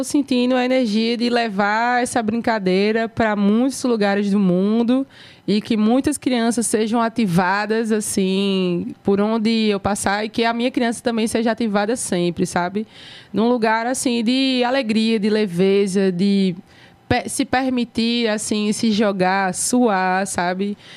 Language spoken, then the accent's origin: Portuguese; Northeast Brazil, Brazil; E nós somos cria do sol quente nesse território, né?